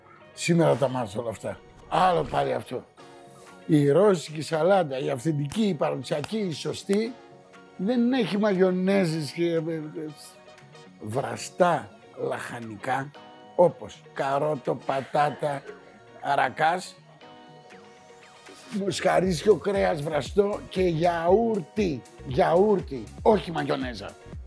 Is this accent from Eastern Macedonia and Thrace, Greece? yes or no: no; Thessaloniki, Central Macedonia, Greece